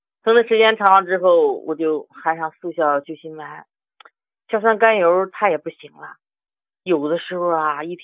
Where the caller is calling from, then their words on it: Chengde, Hebei, China; 我是河北承德的。